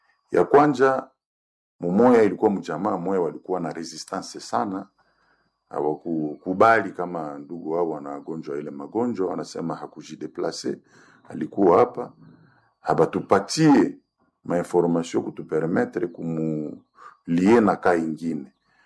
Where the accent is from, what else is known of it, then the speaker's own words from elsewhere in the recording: Butembo, North Kivu, DR Congo; hapa Butembo kwetu